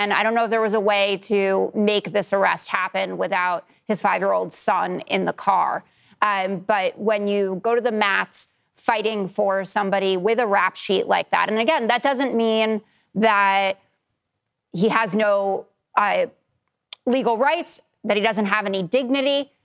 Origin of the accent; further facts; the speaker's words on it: New York, United States; I have 42 years of experience of being a New Yorker.